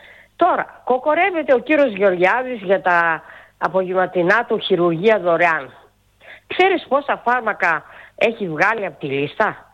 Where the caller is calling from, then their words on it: Kladochori, Central Macedonia, Greece; είμαι από τα Κλαδοχώρη.